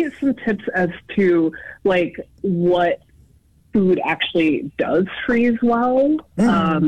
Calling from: St. Paul, Minnesota, United States; I'm calling from St. Paul, Minnesota.

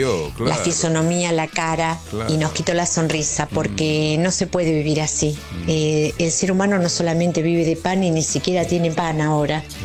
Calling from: Barracas, Buenos Aires Province, Argentina; Soy de Barracas.

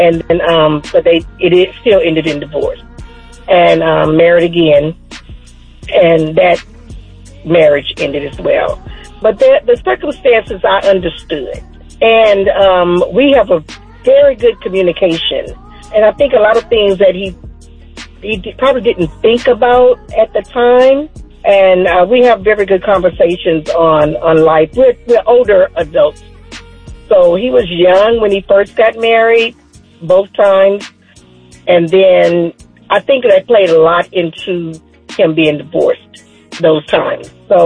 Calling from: Virginia, United States; I'm from Virginia.

